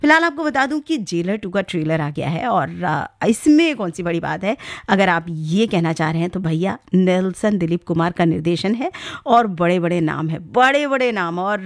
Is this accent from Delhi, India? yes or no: yes; Delhi, India; कि बॉम्बे तो मेरा शहर नहीं है, दिल्ली है